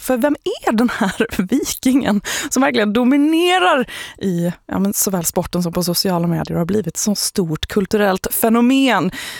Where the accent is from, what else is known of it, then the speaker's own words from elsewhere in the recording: Norway; Jag vill också bara påminna alla igen att jag är norsk.